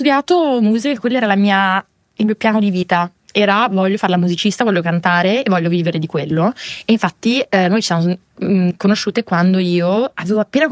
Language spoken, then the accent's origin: Italian; Milan, Lombardy, Italy; born there; moved away as an adult; also born or lived in New York, United States; sono cresciuta a Milano, però andavo sempre in America